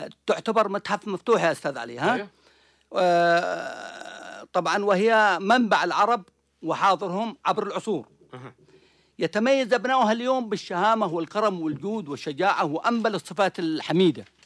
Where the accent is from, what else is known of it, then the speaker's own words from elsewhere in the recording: Marib, Yemen; born there; سكنت أنا في بيتنا في مأرب، لأن أنا من مواليد مأرب.